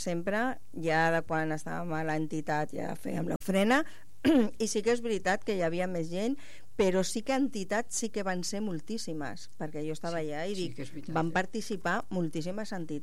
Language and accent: Catalan; Catalonia, Spain; also born or lived in Andalusia; jo sóc catalana perquè vaig venir aquí, bueno, andalusa, però vaig venir aquí amb 2 anys